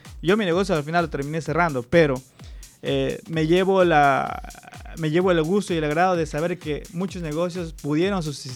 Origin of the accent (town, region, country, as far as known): Ecuador